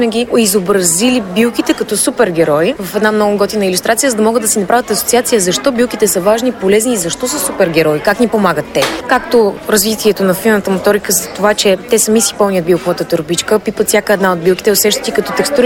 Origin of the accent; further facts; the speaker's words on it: Anevo, Plovdiv Province, Bulgaria; От Сопот сме село Анево, върнахме се от големия град, заживяхме обратно на село